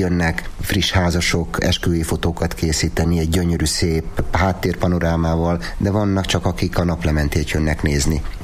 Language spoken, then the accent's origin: Hungarian; Budapest, Hungary; now in Badacsony, Hungary; jó magam, a feleségem, a családom, hogy a budapestiek vagyunk. 10 éve kezdtünk itt vállalkozásba, Badacsonyba, panzió és borászat. Mondanám azt, hogy ilyen második otthonunk lett Badacsony.